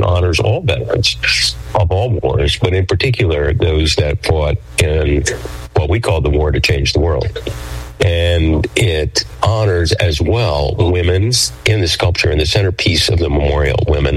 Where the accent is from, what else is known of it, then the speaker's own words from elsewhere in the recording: Maryland, United States; as did the state of Maryland, which is my home state and Russ's home state, right?